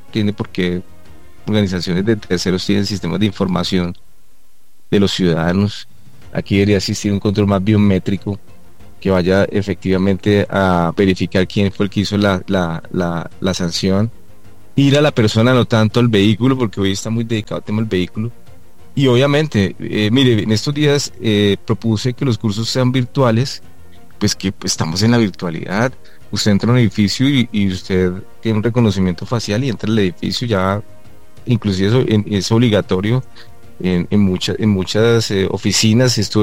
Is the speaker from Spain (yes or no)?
no; Bogotá, Colombia; Yo soy bogotano y vivo en Bogotá, sí, señor.